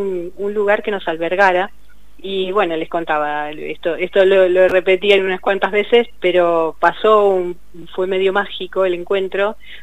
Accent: La Plata, Buenos Aires Province, Argentina; nosotros somos siempre los platenses

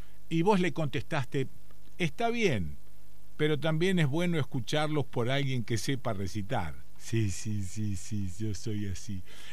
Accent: Esperanza, Santa Fe, Argentina; born there; now in Rosario, Argentina; Nací en Esperanza, soy hijo de Betina y Lalo, me vine a vivir a Rosario para estudiar medicina y me quedé.

